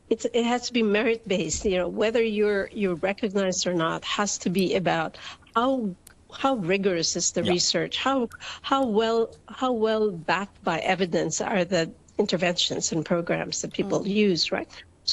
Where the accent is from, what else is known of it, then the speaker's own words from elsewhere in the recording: Philippines; moved away; I grew up in the Philippines, so I'm from the region